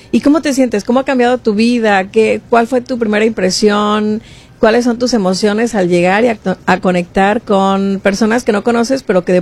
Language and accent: Spanish; Colima, Mexico; yo soy de Colima